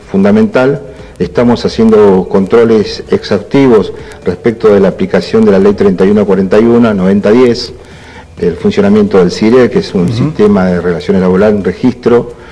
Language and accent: Spanish; Caleta Olivia, Santa Cruz, Argentina; yo soy de Caleta